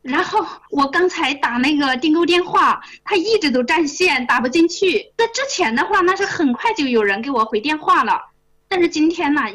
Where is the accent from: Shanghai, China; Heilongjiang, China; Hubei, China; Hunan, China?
Hunan, China; 哎，我是湖南的。